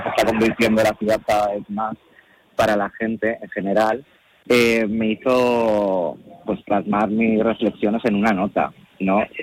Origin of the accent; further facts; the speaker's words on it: Castilla-La Mancha, Spain; accent: Castilla-La Mancha; yo hablo Castilla-La Mancha, es que yo no vendo, no me voy por ahí por ir a mi pueblo, ¿sabes? Por reencontrarme, por volver como a esas otras raíces que están ahí